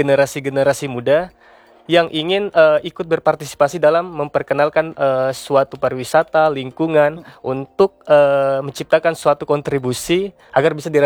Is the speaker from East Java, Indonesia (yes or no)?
no; South Sulawesi, Indonesia; Sebelumnya perkenalkan … Saya berasal dari Sulawesi Selatan.